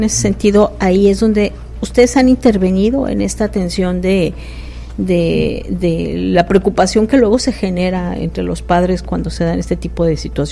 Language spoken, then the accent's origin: Spanish; Mexico City, Mexico; now in Tijuana, Mexico; yo vengo de la Ciudad de México